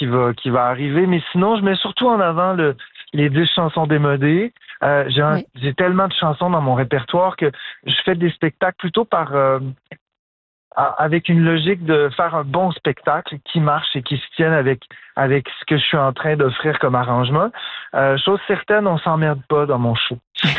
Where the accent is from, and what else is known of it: Ottawa, Ontario, Canada; born or raised there